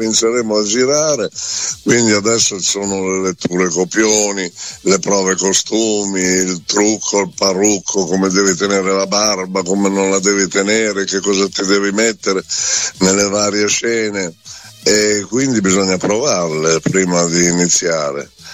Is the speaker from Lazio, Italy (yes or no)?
no; Emilia-Romagna, Italy; essendo un emiliano romagnolo